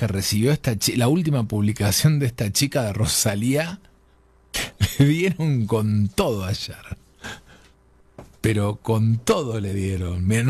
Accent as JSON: {"language": "Spanish", "country": "Argentina", "said": "Bueno, somos argentinos, nos corre sangre en las venas."}